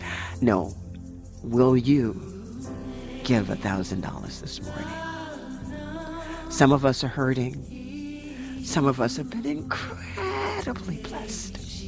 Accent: New York, United States; moved away as an adult; I came in 1980 from New York.

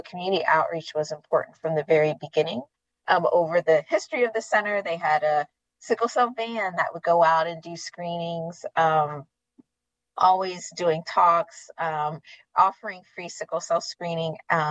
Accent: Maryland, United States; I grew up in St. Mary's County, but work here at Howard University.

